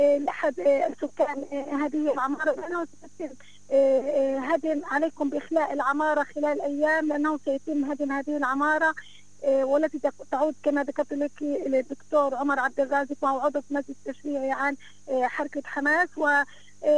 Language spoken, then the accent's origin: Arabic; Kafr ad-Dik, Salfit Governorate, Palestine; لبلدتي بلدة كفر الديك غرب مدينة سلفيت،